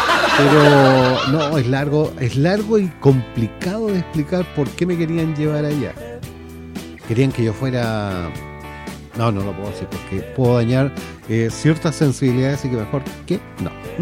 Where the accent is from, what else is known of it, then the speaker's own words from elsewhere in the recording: Chile; somos chilenos y los chilenos somos como nuestra tierra.